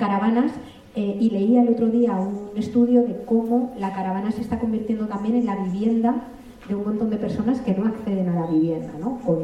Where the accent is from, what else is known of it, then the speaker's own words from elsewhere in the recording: Madrid, Community of Madrid, Spain; yo soy madrileña